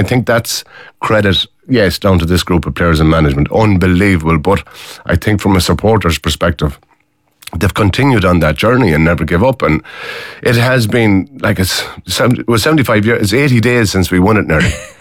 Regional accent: Connacht, Ireland; I'm from Mayo for me sins.

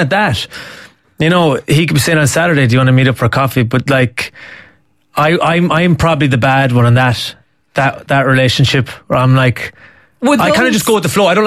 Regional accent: Cashel, Munster, Ireland; now in Dublin, Ireland; Kind of, because I'm originally from Cashel in Tipperary.

